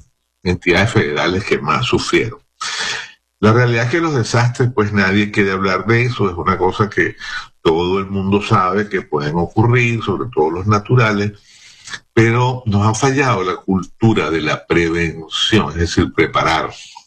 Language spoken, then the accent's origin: Spanish; Venezuela